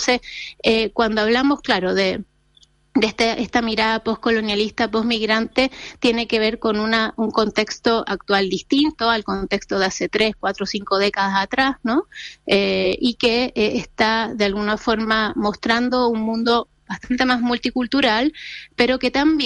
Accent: Chile

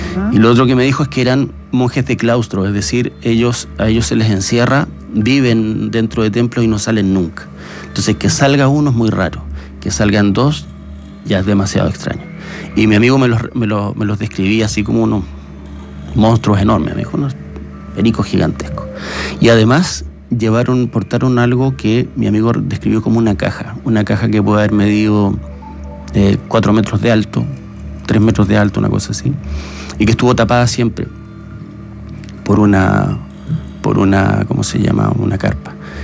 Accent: Magallanes, Chile; como yo soy de Magallanes

